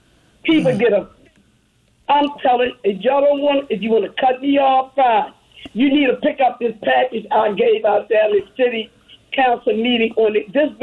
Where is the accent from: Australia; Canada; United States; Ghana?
United States; Baltimore County, Maryland; I'm from Baltimore County.